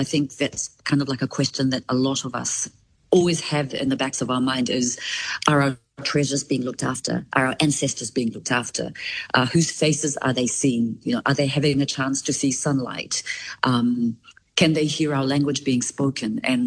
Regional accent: Rotuma, Fiji; also born or lived in New Zealand; because if you read my bio, I was born in Aotearoa, New Zealand. I was taken back to Rotuma and I had my first birthday there and my 13th birthday there. So those first formative years of my childhood was being brought up in Rotuma

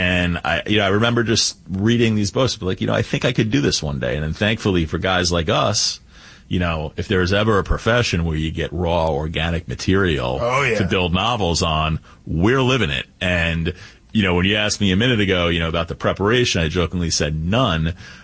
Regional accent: Long Island, New York, United States; moved away as an adult; also born or lived in Brooklyn, New York; I was born in Brooklyn, but raised on Long Island. I was a Long Island boy.

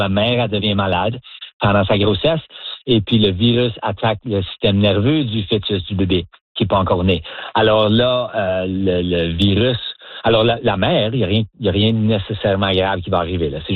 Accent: Marchand, Manitoba, Canada; now in Saint-Boniface, Canada; Moi, je suis Manitobain, franco-manitobain. Alors, originaire de Marchand, dans le coin sud-est, puis là, j'habite à Saint-Boniface.

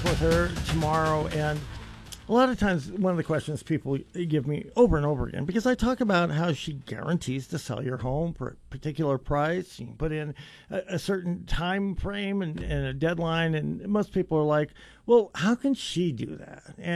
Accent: Wyoming, United States; born or raised there; now in Colorado, United States

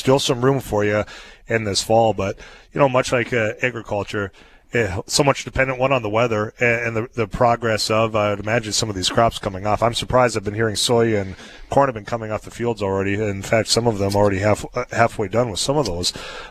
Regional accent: Benson County, North Dakota, United States; I'm from the Benson County area.

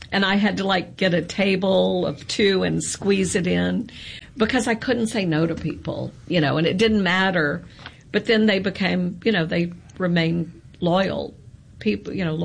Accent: Natchez, Mississippi, United States; growing up in Natchez and being a Mississippian, hospitality is just in our blood.

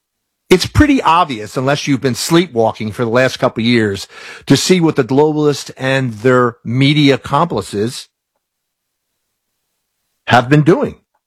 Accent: Ireland; born there; moved away; I'm Irish born, so a lot of times when I visit, I go back to Ireland often.

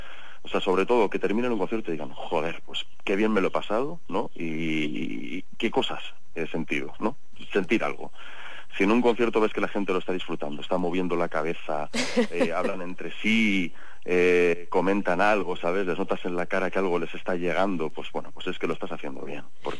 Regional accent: Medina del Campo, Castile and León, Spain; El resto somos todos oriundos de Medina del Campo

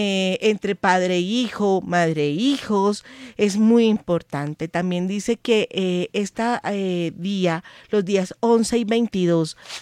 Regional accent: Bogotá, Colombia; Es que así es mi Bogotá, ¿no? Nosotros sí. Somos una montaña rusa.

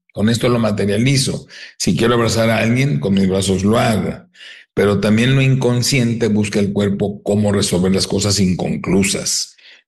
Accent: Tijuana, Baja California, Mexico; also born or lived in San Diego, United States; Tijuana, San Diego siempre viví de chico, ¿no?

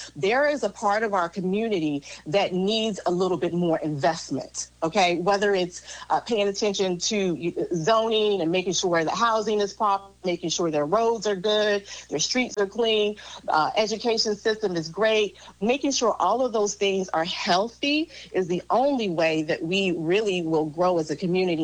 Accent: North Carolina, United States; Because back in the day when we were growing up in Vance County, Tracy and I, we grew up here, different.

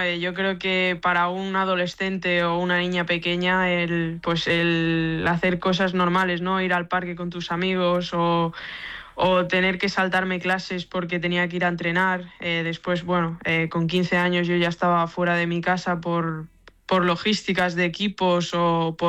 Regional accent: Lloret de Mar, Catalonia, Spain; also born or lived in Blanes; Sí, nací en Blanes, pero bueno, de siempre he estado en Lloret y bueno, es mi pueblo, Lloret de Mar.

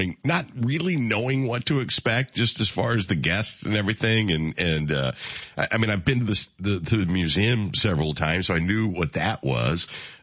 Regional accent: Decatur, Illinois, United States; born or raised there

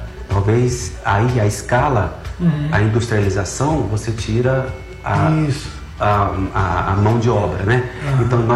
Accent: Catalão, Goiás, Brazil; born there; now in Brasília, Brazil; Eu nasci em Catalão, Goiás, Catalão. 300 quilômetros daqui, uhum, mas vim para cá jovem, né?

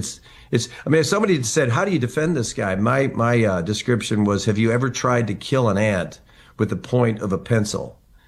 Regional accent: Westlake Village, California, United States; I'm from Westlake Village, California.

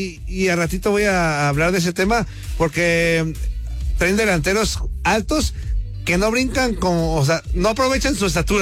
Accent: Mexico; a ver, así somos los mexicanos, ¿no?

